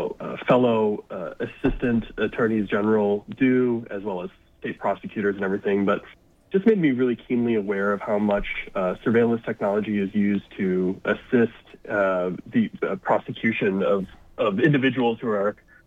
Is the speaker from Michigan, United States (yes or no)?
yes; Lansing, Michigan, United States; moved away as an adult; So I'm from Lansing, Michigan, and I went to law school at Notre Dame in northern Indiana